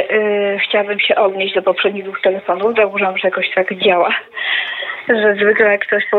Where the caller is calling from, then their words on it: Wrocław, Lower Silesian Voivodeship, Poland; ja dzwonię z Wrocławia oczywiście